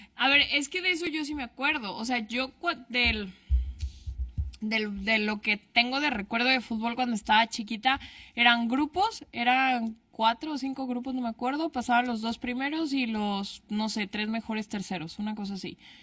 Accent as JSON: {"language": "Spanish", "country": "Mexico", "tie": "born there", "said": "yo sí soy mexicana, mi familia es la española, pero yo nací aquí. Pero pues sí, como tengo familia de España, sí tengo el corazón dividido entre México y España"}